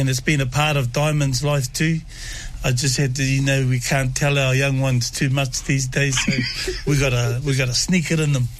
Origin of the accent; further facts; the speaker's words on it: Hamilton, Waikato, New Zealand; moved away as an adult; also born or lived in Wairoa, New Zealand / Hawaii, United States; I grew up in Temple View, by the temple